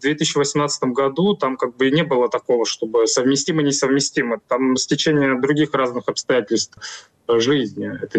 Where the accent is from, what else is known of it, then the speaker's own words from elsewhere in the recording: Russia; moved away as an adult; Не надо обобщать россиян, потому что я сам россиянин, я до 25 года жил в России, в окружении меня все люди прекрасно все понимают.